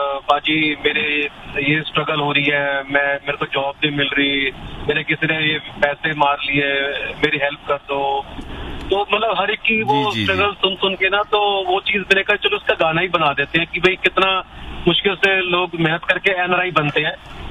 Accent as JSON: {"language": "Punjabi", "country": "Canada", "said": "ਮੈਂ ਇੱਧਰ ਬੇਸਿਕਲੀ ਮੈਂ ਕੈਨੇਡਾ ਦਾ, ਮੈਂ ਬੇਸਿਕਲੀ ਫੂਡ ਬਲੌਗਰ ਹੈਗਾ"}